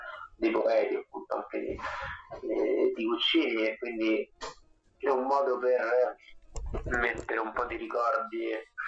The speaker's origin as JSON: {"language": "Italian", "town": "Rome", "region": "Lazio", "country": "Italy", "tie": "born there", "said": "almeno a Roma, non so se anche in altre città era così, ma negli anni 90 gli scout erano un miscuglio"}